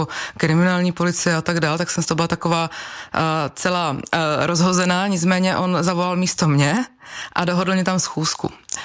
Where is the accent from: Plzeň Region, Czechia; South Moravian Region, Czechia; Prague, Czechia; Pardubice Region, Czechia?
South Moravian Region, Czechia; now in České Budějovice, Czechia; Je to tak, já jsem původem z Jižní Moravy, což si myslím, že možná i posluchači v průběhu rozhovoru asi uslyší.